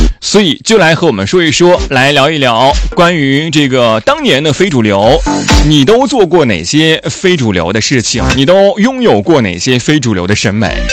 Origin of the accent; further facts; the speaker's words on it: Zigong, Sichuan, China; moved away; 冷吃兔啊，冷吃牛肉啊，麻辣兔头啊，都是我们那边的。